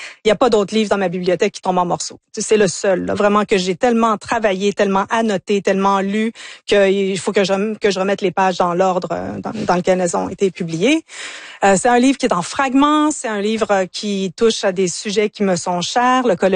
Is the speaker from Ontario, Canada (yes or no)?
yes; Ontario, Canada; also born or lived in United States / England; Moi, je suis franco-ontarienne au départ, donc j'ai grandi dans l'univers anglophone. J'ai vécu aux États-Unis, en Angleterre.